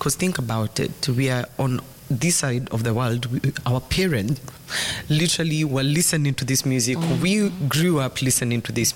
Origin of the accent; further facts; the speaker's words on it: Kenya; I as a Kenyan